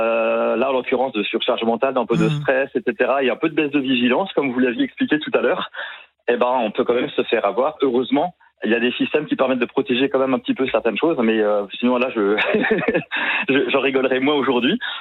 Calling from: Valenciennes, Hauts-de-France, France; Je vous appelle du Nord, de Valenciennes exactement.

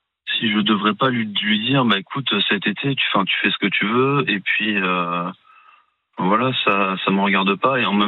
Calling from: Cherbourg, Normandy, France; De Cherbourg.

